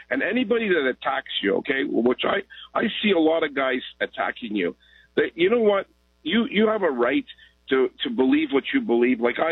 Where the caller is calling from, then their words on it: Canada; as a Canadian